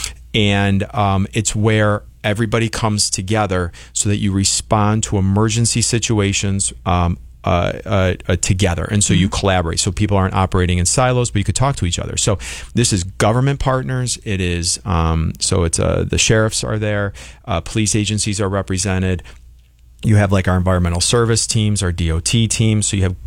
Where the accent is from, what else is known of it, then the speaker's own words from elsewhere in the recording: Irondequoit, New York, United States; So Mike Seidel was actually reporting live from my hometown. So he was up in Seabreeze.